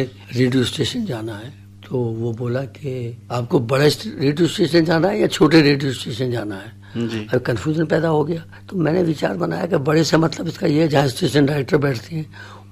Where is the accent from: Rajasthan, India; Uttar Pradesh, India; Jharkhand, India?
Uttar Pradesh, India; Bulandshahr district; also born or lived in Porbandar, Gujarat; now in Muzaffarnagar, India; वैसे तो मैं डिस्ट्रिक्ट बुलंदशहर का रहने वाला हूँ, एक गांव का, ये करीब 50-60 साल से हम मुजफ्फरनगर में सेटल हैं।